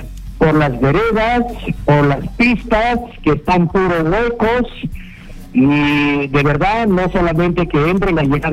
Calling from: Lima, Peru

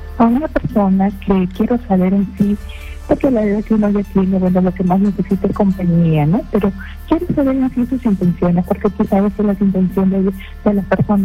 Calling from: Lima, Peru; Yo te llamo de acá de Chorrillos

